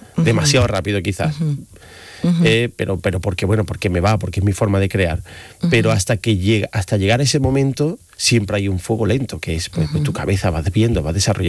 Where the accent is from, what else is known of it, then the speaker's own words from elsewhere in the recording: Seville, Andalusia, Spain; also born or lived in Madrid; Pero el acento me delata, en fin, ¿dónde sí, vivo? Sí. No, soy sevillano.